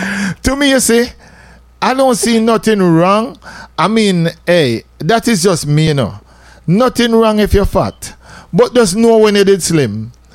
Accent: Jamaica; I come from Jamaica.

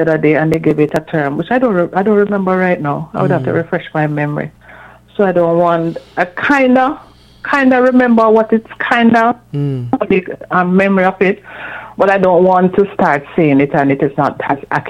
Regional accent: Jamaica; When I used to go to church, I still go to church. In my church, growing up in Jamaica

